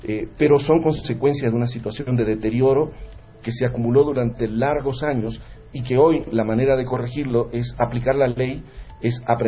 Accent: Bolivia; nosotros como bolivianos

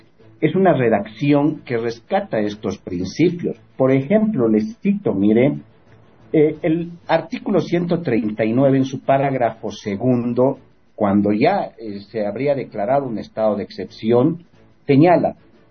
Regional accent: Oruro, Bolivia; yo soy de Oruro

